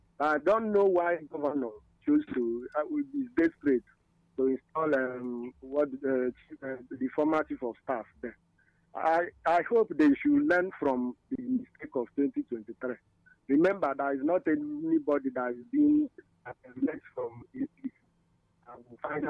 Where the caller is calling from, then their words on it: Nigeria; I'm from Iweze North, Iweze North